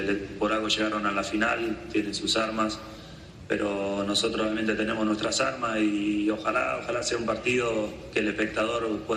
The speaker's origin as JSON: {"language": "Spanish", "country": "Argentina", "said": "quiero que nos recuerden como cualquier argentino, que somos trabajadores, que nunca nos damos por vencidos"}